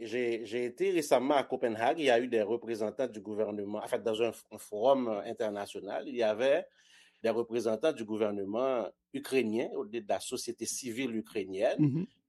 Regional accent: Haiti; ça a commencé en Haïti. Je suis haïtien, pour ceux qui s'en doutaient.

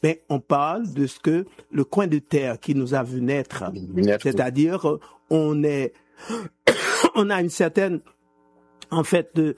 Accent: Haiti; born there; moved away; Moi, tu sais que je suis né en Haïti. Ça fait longtemps que je suis ici.

